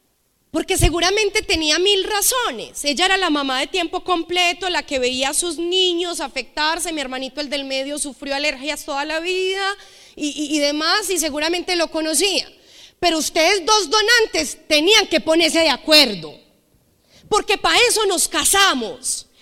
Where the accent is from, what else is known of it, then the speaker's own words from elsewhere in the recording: Envigado, Antioquia, Colombia; nosotros somos de Medellín, específicamente de Envigado, Antioquia? Entonces, en la casa donde actualmente yo vivo, de hecho, es una casa de dos pisos.